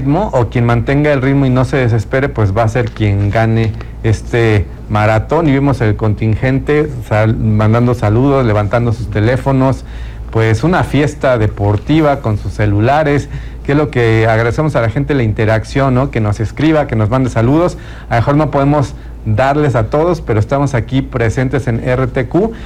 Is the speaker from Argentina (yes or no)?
no; Mexico